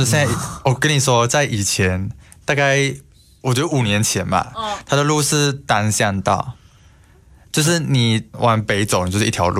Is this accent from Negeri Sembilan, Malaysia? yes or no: no; Bintulu, Sarawak, Malaysia; moved away; 我来自沙劳越的明都鲁，非常的小。是从机场回到我家大概20分钟、30分钟就可以到。